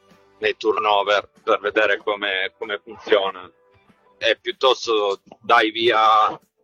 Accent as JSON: {"language": "Italian", "town": "Turin", "region": "Piedmont", "country": "Italy", "said": "Sono da Torino"}